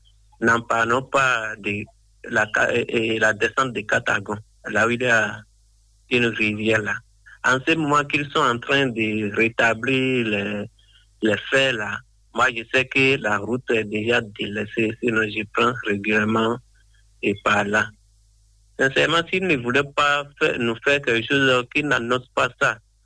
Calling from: Avrankou, Ouémé, Benin; Je suis à Vrancourt

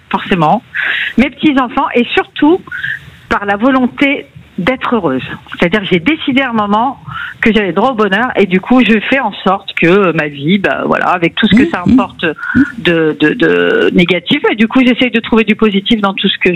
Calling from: Bayonne, Nouvelle-Aquitaine, France; Alors bah oui, j'habite au soleil, donc forcément, j'habite à Bayonne, au Pays Basque

